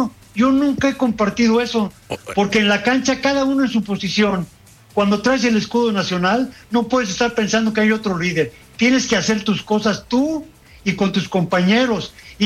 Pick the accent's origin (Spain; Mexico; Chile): Mexico; soy mexicano, porque soy ser humano